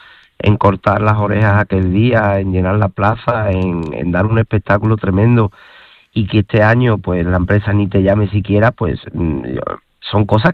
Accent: Seville, Andalusia, Spain; El caso de Sevilla, la cual yo considero mi tierra

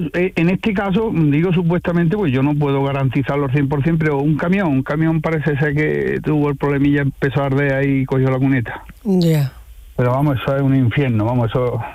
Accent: Córdoba, Andalusia, Spain; Yo soy de Córdoba, sí.

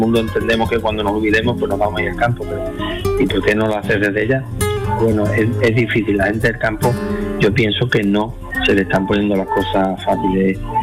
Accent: Andalusia, Spain; Mi pueblo, Puerto Concepción, tiene un colegio con 62 niños. Eso es un súper lujo. Y eso la gente no lo ve. Bueno, un pueblo pequeño, si es que yo en un pueblo pequeño vivo estupendamente bien. No me faltan servicios

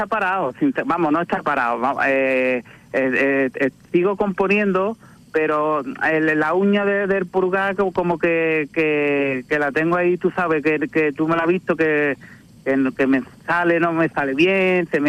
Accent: Jerez de la Frontera, Andalusia, Spain; me siento muy querido en mi tierra

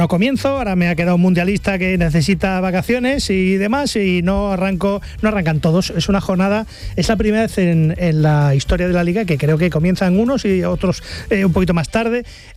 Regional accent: Úbeda, Andalusia, Spain; Sí, he estado en mi pueblo, en Úbeda. Soy natural de Úbeda

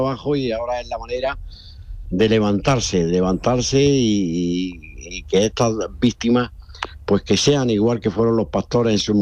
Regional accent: Andalusia, Spain; born there; hay un incendio en mi pueblo, entre Los Gallardos y Sorbas, que es el pueblo, Carrizalejo, toda la zona esta

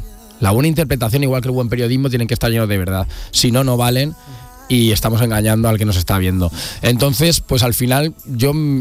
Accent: Málaga, Andalusia, Spain; now in Malagón, Spain; Yo me salí de Málaga para meterme en Malagón.

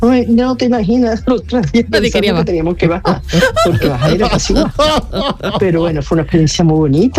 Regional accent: Seville, Andalusia, Spain; Buenos días … de Sevilla.

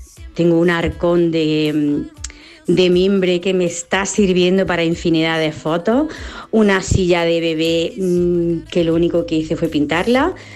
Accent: Úbeda, Andalusia, Spain; de Úbeda, tengo un estudio de fotografía.

